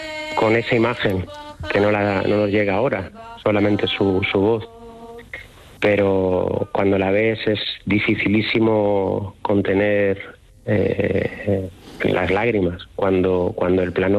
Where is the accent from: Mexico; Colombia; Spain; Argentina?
Spain; como españoles y como flamenco, no se nos ocurre mejor final